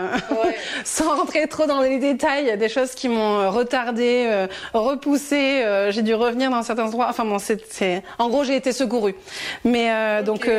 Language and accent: French; Tarbes, Occitanie, France; born there; moved away as an adult; also born or lived in Bordeaux / Scotland; avant l'Écosse, j'ai fait 6 ans à Bordeaux parce que mes parents sont séparés, tout ça. Moi, à la base, je suis de Tarbes, donc pas si loin de la vallée des Gaves, mais pas non plus dans la vallée exactement. Et en Écosse, j'y suis allée après le bac, en fait, pour passer une année, apprendre l'anglais